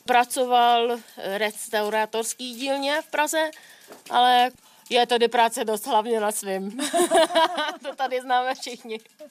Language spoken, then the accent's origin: Czech; Budapest, Hungary; moved away as an adult; now in Merboltice, Czech Republic; Já jsem přímo z Budapešti